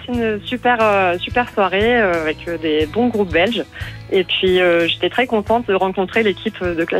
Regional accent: Provence-Alpes-Côte d'Azur, France; je suis originaire des Hautes-Alpes en France.

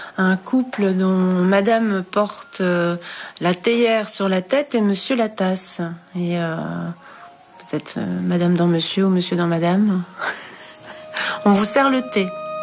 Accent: Belgium; born there; Alors j'ai un vrai passeport saint-marinais. Je suis saint-marinaise et franco-belge. Je suis née en Belgique. Je cumule les cartes d'identité et les passeports.

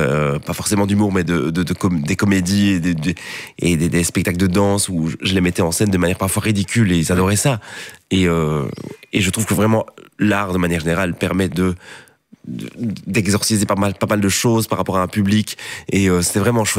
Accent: Ath, Wallonia, Belgium; accent: eastern Ath accent, close to Borinage; Mais non, moi je suis de Hatte. Mais Hatte, on a plusieurs accents. Hatte, l'accent de l'Est et l'accent de l'Ouest. Et moi, j'ai l'accent de l'Est. parce que le village de Mafle, d'où vient mon père, est très proche de Brugelette.

